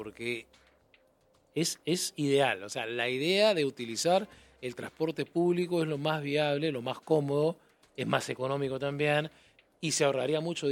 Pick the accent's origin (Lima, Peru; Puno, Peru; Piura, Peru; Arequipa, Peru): Lima, Peru; yo nací en San Borja prácticamente, yo de que tengo uso de razón, caminaba en San Borja, cuando San Borja inclusive era parte de Surquillo, cuando era una urbanización.